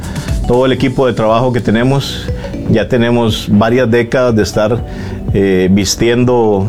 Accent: Siquirres, Limón, Costa Rica; Yo soy de Siquirres

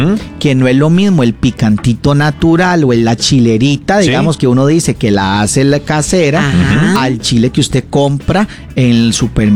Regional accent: Costa Rica; nos involucra a todos como costarricenses

